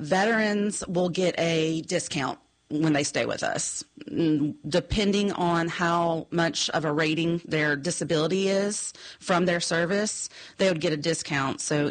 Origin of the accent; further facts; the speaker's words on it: Florence, Alabama, United States; moved away as an adult; also born or lived in Oxford, Mississippi / Spring Hill, Tennessee; now in Murfreesboro, United States; Well, I grew up in North Alabama, Florence, Alabama.